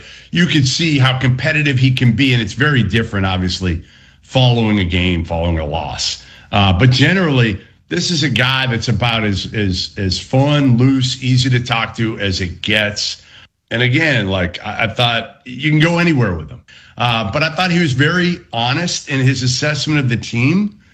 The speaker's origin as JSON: {"language": "English", "town": "Boston", "region": "Massachusetts", "country": "United States", "said": "He's a Boston kid. I'm from Boston."}